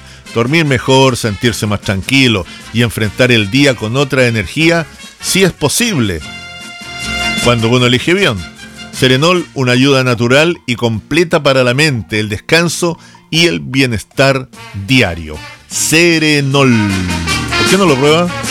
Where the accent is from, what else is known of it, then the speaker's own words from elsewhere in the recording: Chile; nosotros acá en Chile hablamos español, castellano, chileno